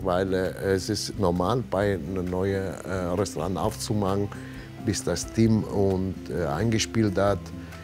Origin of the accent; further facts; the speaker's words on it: Calabria, Italy; now in Germany; komme ich aus Kalabrien, Italien. Ich bin seit 1995 in Deutschland